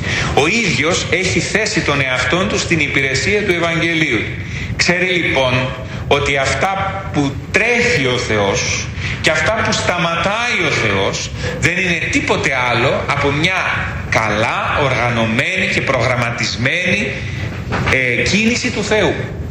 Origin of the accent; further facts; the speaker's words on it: Crete, Greece; Εγώ είμαι από την Κρήτη